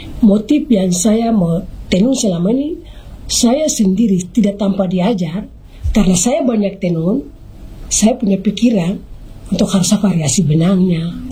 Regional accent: Maybrat, Indonesia; now in Sorong, Indonesia; kami orang Mebrat.

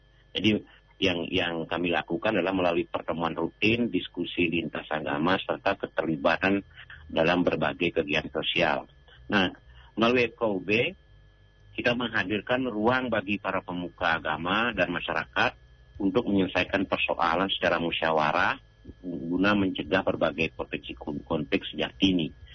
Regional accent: Bali, Indonesia; Nah, kita tahu meskipun saya suku Bali, tapi saya pernah banyak belajar dari Gorontalo.

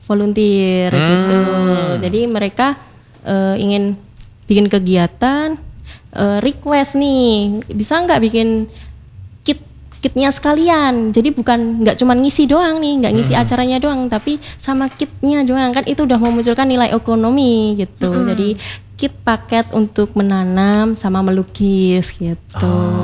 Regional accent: Surakarta, Central Java, Indonesia; Kayak aku dari Jawa, Solo lagi. Sekasar-kasarnya orang Solo kan tetap lembut di mata mereka.

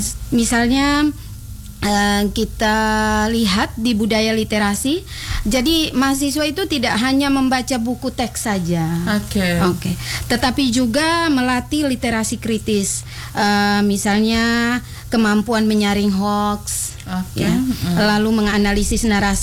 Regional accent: Bajawa, East Nusa Tenggara, Indonesia; Asal saya dari Bajawa.

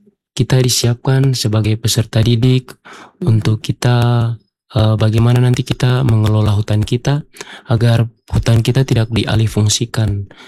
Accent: Manokwari, West Papua, Indonesia; Saya dari Manokwari

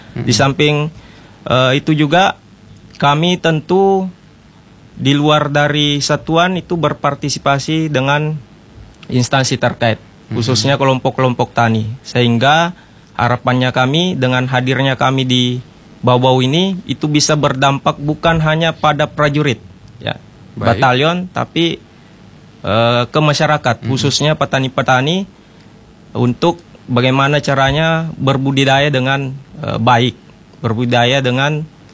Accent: Sulawesi, Indonesia; Kami orang Sulawesi

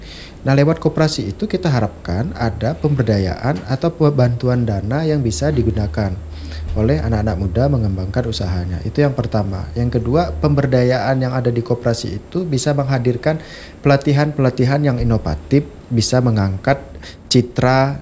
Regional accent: West Kalimantan, Indonesia; Di kampung saya di pedalaman Kabupaten Melawi sana

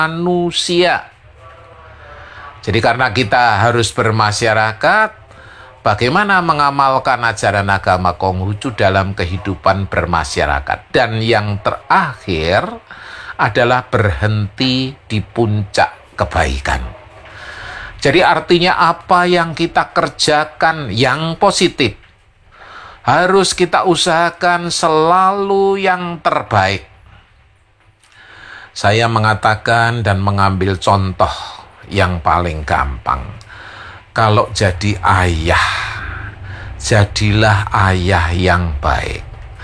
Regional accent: Surakarta, Central Java, Indonesia; kita ini orang Solo.

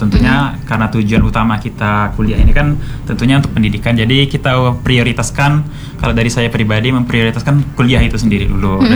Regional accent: Ketapang, West Kalimantan, Indonesia; moved away as an adult; now in Pontianak, Indonesia; Kalau saya aslinya dari Ketapang Kak.

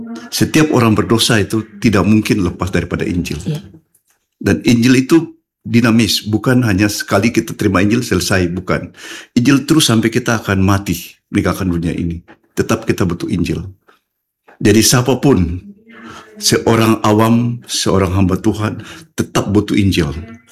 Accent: Manokwari, West Papua, Indonesia; also born or lived in Sorong; Saya lahir di Sorong dan saya kecil Manokwari. Dan pasti orang GKI atau orang Papua tahu tentang

